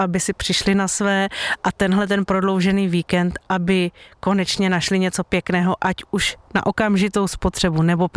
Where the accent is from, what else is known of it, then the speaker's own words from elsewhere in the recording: Pardubice, Pardubice Region, Czechia; jsme z Pardubic